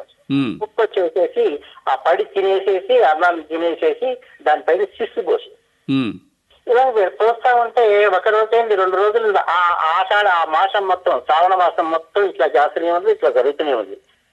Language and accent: Telugu; Kakarla, Andhra Pradesh, India; నాకు మా ఊరండి, కాకర్లని, మాది సొంత ఊరు కాకర్లు.